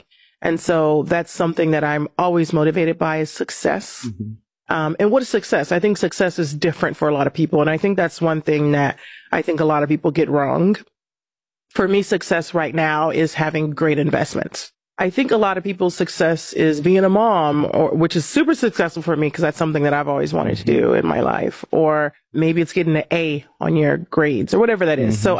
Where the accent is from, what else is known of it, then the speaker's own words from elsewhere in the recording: Compton, California, United States; I'm from Compton, California, and I remember playing on these courts and, you know, my life was great.